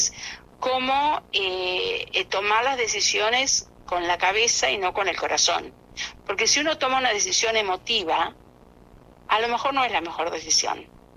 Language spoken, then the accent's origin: Spanish; Trenque Lauquen, Buenos Aires Province, Argentina; Yo soy de Trenquelauquen